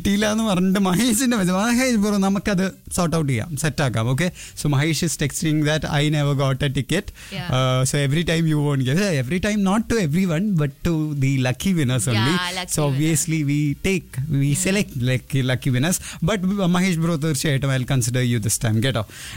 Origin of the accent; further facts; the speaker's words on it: Thiruvananthapuram, Kerala, India; Proud to be a Trivandrum Trivian.